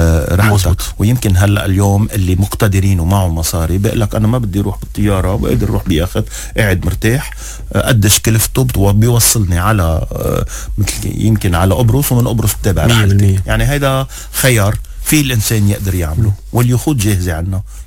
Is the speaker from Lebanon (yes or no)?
yes; Lebanon; نحن بلبنان